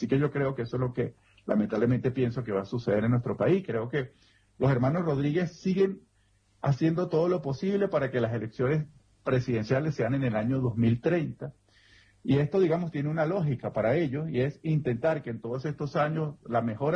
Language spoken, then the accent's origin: Spanish; Venezuela; moved away